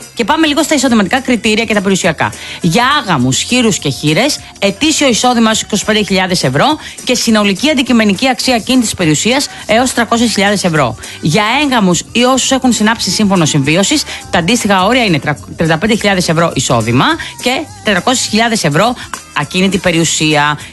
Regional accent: Western Greece, Greece; εγώ τώρα το λέω για το χωριό μου. Είναι έξω από την Αμαλιάδα.

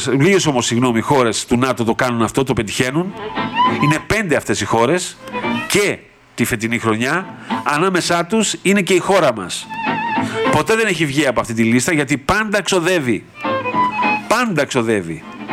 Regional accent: Greece; εμείς ως Έλληνες καταναλωτές

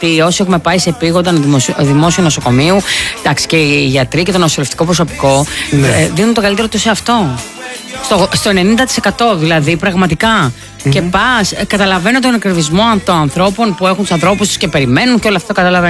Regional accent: West Greece, Greece; Ναι, στα μέρη μου. Εκεί πάντα πιάνει. Εκεί η Ηλία γενικότερα.

